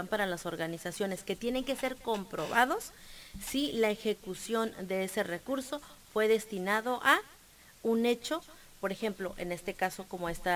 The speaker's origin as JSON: {"language": "Spanish", "town": "Tijuana", "region": "Baja California", "country": "Mexico", "tie": "born there", "said": "yo tuve la bendición de nacer aquí en Tijuana."}